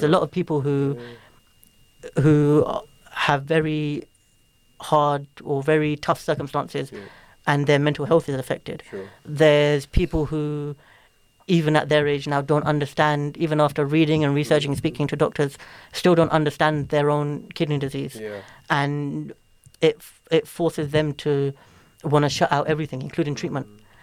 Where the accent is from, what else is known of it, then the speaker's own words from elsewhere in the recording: Luton, East of England, United Kingdom; I mention that I'm from Luton